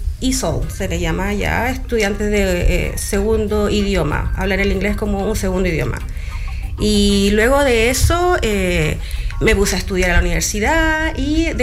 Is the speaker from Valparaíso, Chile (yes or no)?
no; Los Ángeles, Biobío, Chile; Sí, nacida y criada acá en Los Ángeles.